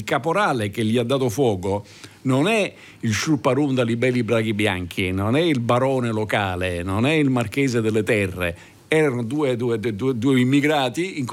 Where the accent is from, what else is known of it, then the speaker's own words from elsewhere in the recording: Southern Italy, Italy; io lo dico da Terrone.